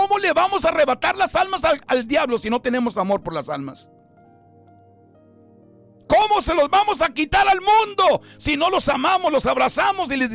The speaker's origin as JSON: {"language": "Spanish", "region": "Nuevo León", "country": "Mexico", "said": "yo soy de Garza González y Ramones ahí está cerca"}